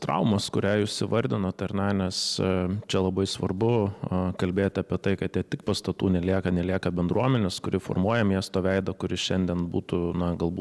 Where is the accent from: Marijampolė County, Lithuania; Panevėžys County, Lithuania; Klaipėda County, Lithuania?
Panevėžys County, Lithuania; Panevėžys; kai aš augau Panevėžyje